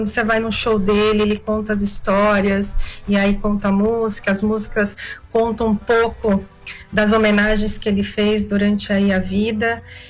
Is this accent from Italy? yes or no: yes; Italy; Sabe que eu sou italiana